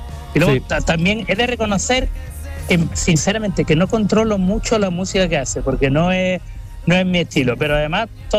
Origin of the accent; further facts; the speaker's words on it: Andalusia, Spain; yo Fernando y yo somos los únicos andaluces